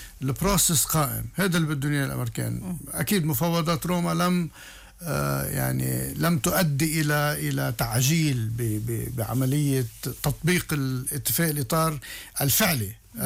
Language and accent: Arabic; Lebanon; نحن كلبنانيين